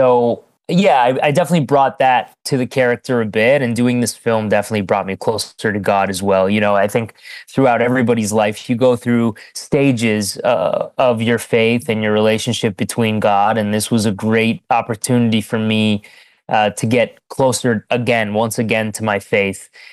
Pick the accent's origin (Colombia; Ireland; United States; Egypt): Egypt; first language Arabic; English is a second language; moved away; I went back to Egypt, which is where I'm from, to do an Arabic language film, my first ever Arabic language film. So this is in my native tongue